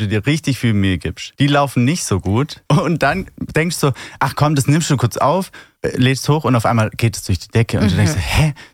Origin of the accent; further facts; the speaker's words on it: Baden-Württemberg, Germany; Also als Schwabe darfst du ja auch nichts wegschmeißen.